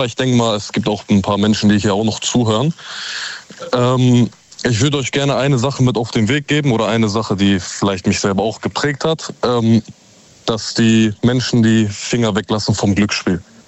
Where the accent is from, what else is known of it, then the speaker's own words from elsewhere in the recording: Recklinghausen, North Rhine-Westphalia, Germany; born there; Ich komme gebürtig aus Recklinghausen.